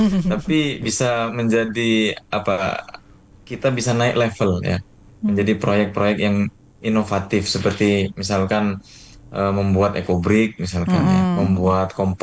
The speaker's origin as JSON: {"language": "Indonesian", "town": "Jember", "region": "East Java", "country": "Indonesia", "tie": "born or raised there"}